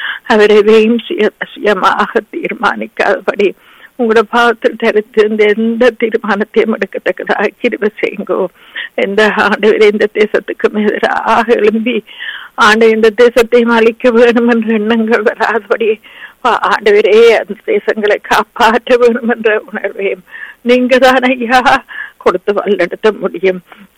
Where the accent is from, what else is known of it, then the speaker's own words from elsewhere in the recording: Sri Lanka; moved away; நாங்க பிறந்து வளர்ந்த இலங்கை தீவுக்காக